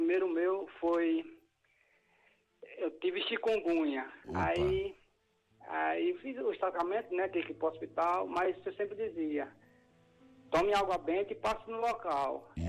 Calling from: Aracaju, Sergipe, Brazil; Falo de Aracaju, Sergipe.

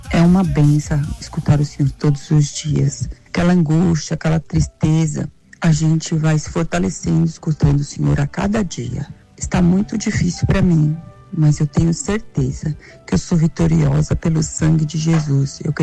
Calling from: São Paulo, Brazil; eu sou de São Paulo.

